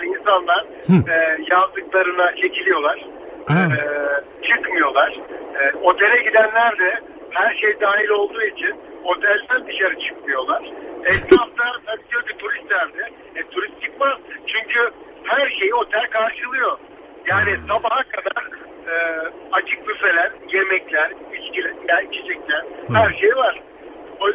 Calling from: Istanbul, Turkey; İstanbul'da arıyorum ama yoldayım.

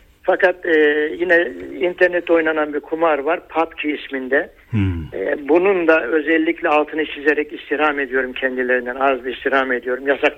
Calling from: Sakarya, Turkey; ben Sakarya'dan.

